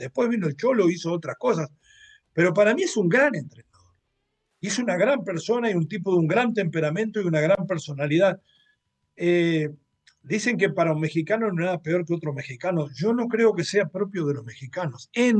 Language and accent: Spanish; Uruguay; en mi país lo único que figura es el fútbol